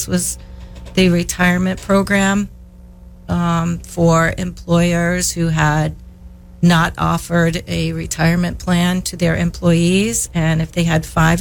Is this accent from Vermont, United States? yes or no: yes; Stowe, Vermont, United States; I am from Stowe. I've earned my accounting degree from Northeastern.